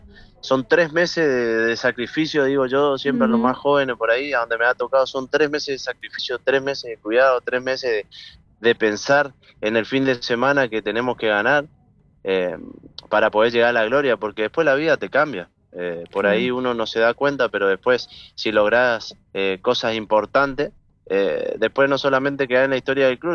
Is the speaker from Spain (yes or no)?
no; Corrientes, Argentina; moved away; nosotros que somos correntinos, siempre digo, somos muy correntinos